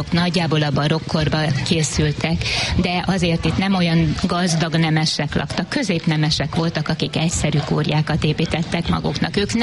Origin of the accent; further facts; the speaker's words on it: Rácalmás, Fejér, Hungary; Hát én itt születtem, majdnem a szigetbe, de ezt megúsztam, és azóta is itt élek, ide jöttem vissza dolgozni